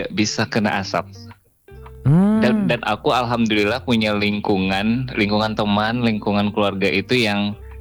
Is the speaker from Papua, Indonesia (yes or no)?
no; Batusangkar, West Sumatra, Indonesia; now in Padang, Indonesia; Kerja di Padang. Cuman kampung halaman di Batu Sangkar.